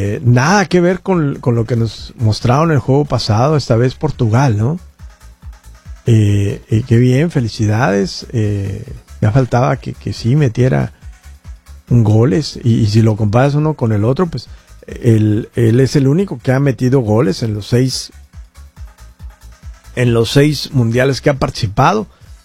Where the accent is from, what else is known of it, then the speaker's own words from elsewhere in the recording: Mexico; Pues soy mexicano 100%.